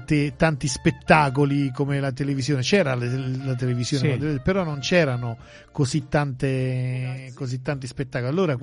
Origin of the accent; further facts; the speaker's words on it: San Giorgio La Molara, Campania, Italy; born there; moved away; al mio paese, lì a San Giorgio La Molara